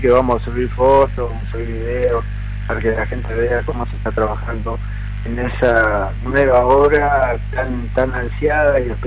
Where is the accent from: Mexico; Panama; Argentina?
Argentina